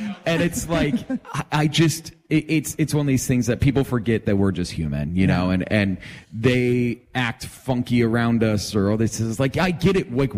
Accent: Atlanta, Georgia, United States; And like, and for us growing up in Atlanta, I mean, they're one of the legends, you know?

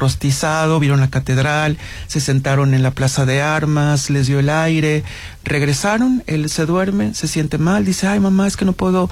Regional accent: southern Mexico, Mexico; moved away; personas que somos chaparritos, morenitos, bla bla, cuando llenamos ciertas características físicas que se le connotan mucho al

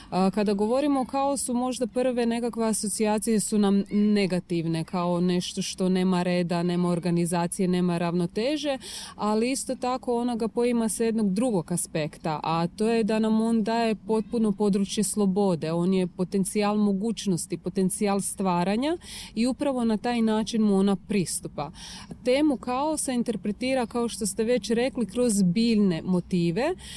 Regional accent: Croatia; mi kao Hrvati

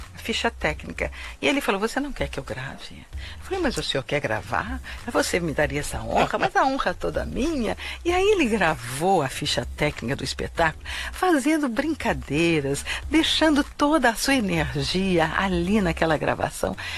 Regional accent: São Paulo, Brazil; also born or lived in Rio de Janeiro / Curitiba; Sim, nasci no Rio de Janeiro, fui pequenininha para Curitiba, fiquei até 4 anos lá e vim para São Paulo. Então, eu fiquei dos 5 aos 18 anos aqui em São Paulo.

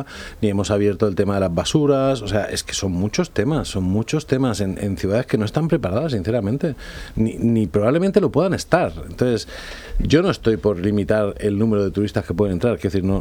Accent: Region of Murcia, Spain; moved away; yo soy originario de Murcia y me gusta el tenis

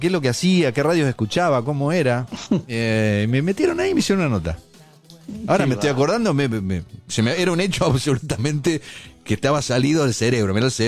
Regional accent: General La Madrid, Buenos Aires Province, Argentina; moved away; Un pionero de la radio de mi pueblo

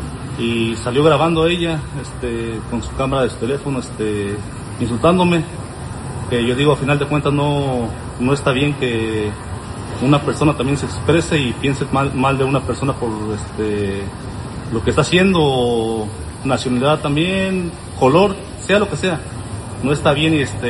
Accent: Querétaro, Mexico; now in United States; soy mexicano del estado de Querétaro.

